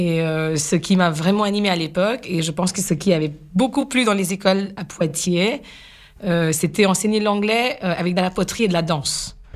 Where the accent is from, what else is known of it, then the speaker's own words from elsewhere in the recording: Mumbai, Maharashtra, India; first language Gujarati; French is a second language; moved away as an adult; now in France; moi je suis originaire de l'Inde, donc née dans une ville qui s'appelle Mumbai en Inde. Et j'ai fait toutes mes études en Inde.